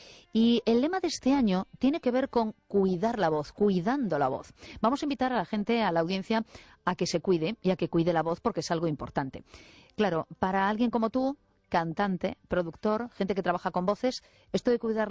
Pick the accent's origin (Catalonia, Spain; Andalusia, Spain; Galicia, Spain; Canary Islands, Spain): Galicia, Spain; A Coruña; now in Mos, Spain; Como yo soy una coruñesa afincada en Vigo, bueno, ahora en Mos, con lo cual ya estoy efectivamente cada vez más dividida.